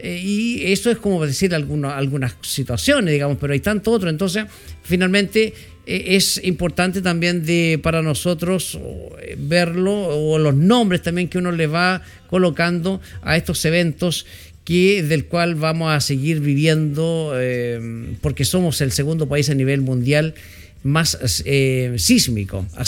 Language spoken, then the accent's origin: Spanish; Chile; Para nosotros, como chilenos, es un temblor.